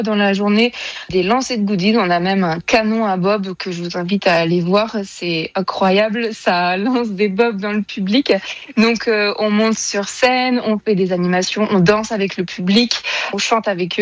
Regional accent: La Voulte-sur-Rhône, Auvergne-Rhône-Alpes, France; Donc à Saint-Julien-Saint-Alpan, qui est un village à à 10 minutes de la Voulte où j'ai grandi

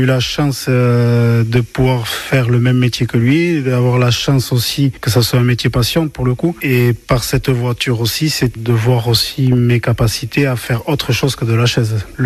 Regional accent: La Bastide-Villefranche, Nouvelle-Aquitaine, France; j'ai 33 ans et je suis de la Bastide Villefranche.

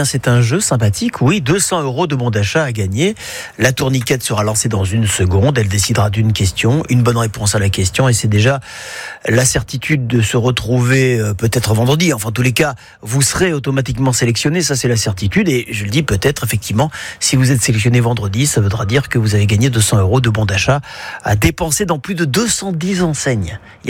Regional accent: Southern France, France; On est des gars du Sud globalement.

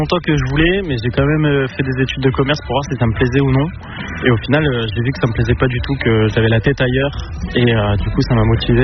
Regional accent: Lille, Hauts-de-France, France; j'ai 21 ans, je suis de Lille

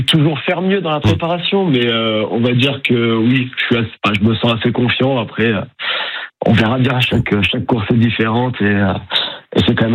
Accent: Provence-Alpes-Côte d'Azur, France; moved away; Moi, du coup, je suis originaire de la Côte d'Azur. J'ai grandi à Montsartou, donc pas bien loin de Nice.

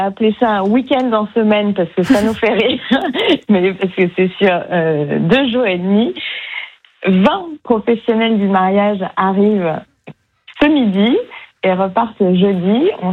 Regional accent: Paris, Île-de-France, France; now in Berry, France; je suis parisienne.

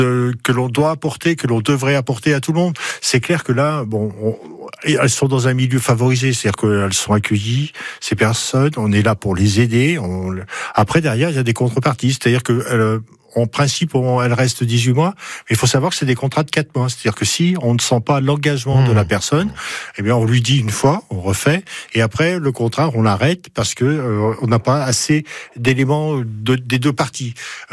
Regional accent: France; chez nous en France

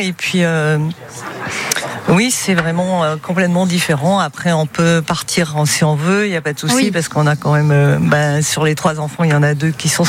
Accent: Ouessant, Brittany, France; moved away as an adult; Je suis née à Ouessant.

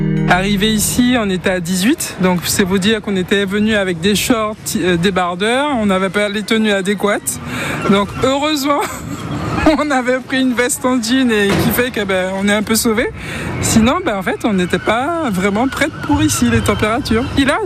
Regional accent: Martinique, France; now in Paris, France; Enfin, je voyage vers la Martinique puisque je suis originaire des Antilles.

